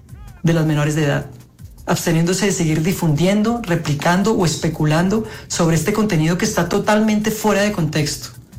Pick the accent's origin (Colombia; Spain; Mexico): Colombia; soy actor colombiano.